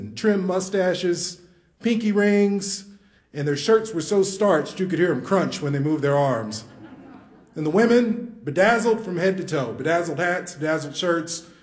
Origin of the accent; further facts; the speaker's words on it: Kansas City, Kansas, United States; I said, I'm from Kansas City, Kansas. Where about? He said, oh, I live just off of 58th in Georgia. I grew up off of 57th in Georgia.